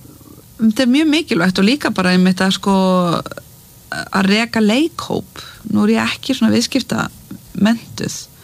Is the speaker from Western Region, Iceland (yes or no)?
no; Mosfellsbær, Capital Region, Iceland; Já, ég elst upp í Mosfellsbæ með mömmu og eldri bróður mínum og þetta bara svona venjulegt Mosó líf